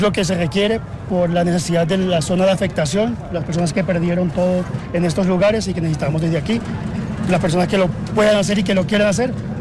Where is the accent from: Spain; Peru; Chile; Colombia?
Colombia; eso muestra el gran corazón que tenemos como colombianos y cómo mueve la solidaridad.